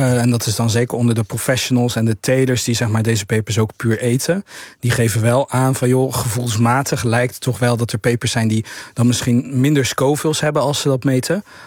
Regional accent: Rotterdam, South Holland, Netherlands; Even iets Rotterdams, wat ik als Rotterdammer heb meegenomen.

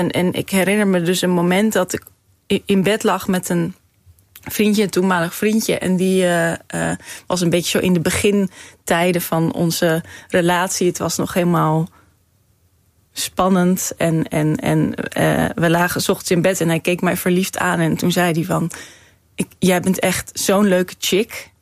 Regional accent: Grosthuizen, North Holland, Netherlands; born there; heel veel tijd doorgebracht met de kippen in mijn geboortedorp Grosthuizen.

